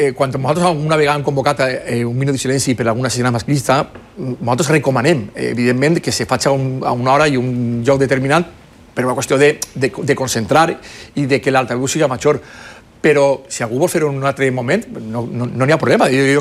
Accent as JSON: {"language": "Catalan", "region": "Ceuta", "country": "Spain", "said": "que yo creo que necessita la gent aquest punt de trobada per a poder expressar la seva solidaritat al meu poble de Ceuta."}